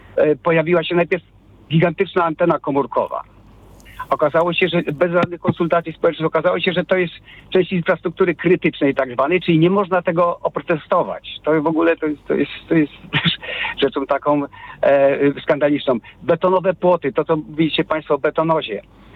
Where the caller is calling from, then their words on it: Polish Jura, Poland; Ja jeszcze mieszkam w jednym, zdawałoby się, z najpiękniejszych zakątków Polski, bo na Jurze. I rzeczywiście ten krajobraz, na przykład, kiedy ja się wprowadzałem do mojej wioski, bo jestem mieszkańcem miasta, ale który się przeprowadził na wioskę, był przecudowny.